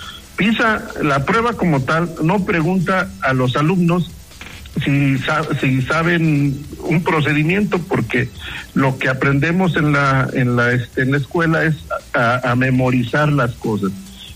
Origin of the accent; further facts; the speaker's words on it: Mexico; como mexicanos y como mexicanos todos